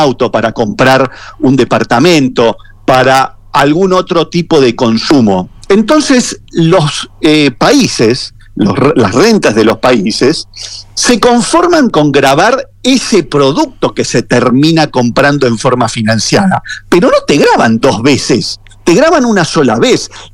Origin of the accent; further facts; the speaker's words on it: Argentina; Los únicos que lo aplicamos somos los argentinos